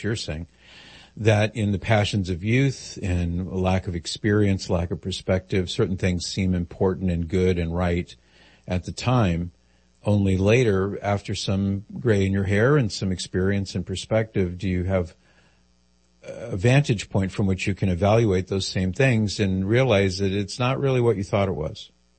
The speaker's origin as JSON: {"language": "English", "region": "California", "country": "United States", "tie": "born or raised there", "said": "born and raised and lived most of my life in California, as did Nancy. And I love my home state"}